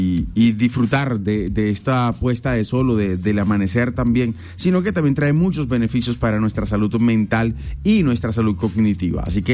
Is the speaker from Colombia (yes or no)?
yes; Valledupar, Cesar, Colombia; O sea, yo por defender sinceramente mi tierra, y también se ven atardeceres muy hermosos en Valledupar